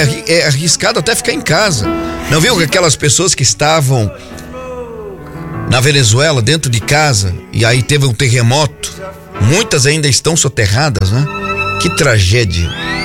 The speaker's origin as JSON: {"language": "Portuguese", "country": "Brazil"}